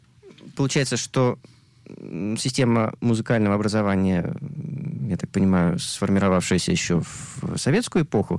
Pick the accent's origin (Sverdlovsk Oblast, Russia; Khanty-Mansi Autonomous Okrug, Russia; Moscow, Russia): Sverdlovsk Oblast, Russia; Nizhny Tagil; moved away as an adult; also born or lived in Yekaterinburg; now in Haifa, Israel; я из России, с Урала, из маленького города Нижнего Тагила, где я родился, начинал учиться там в первой музыкальной школе имени Римского-Корсакова